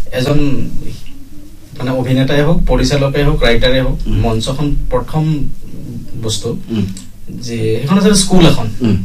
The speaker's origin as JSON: {"language": "Assamese", "region": "Assam", "country": "India", "said": "আর আমি অসমীয়া মানুহ মানে ইটো হেতুক সাপোর্ট করা"}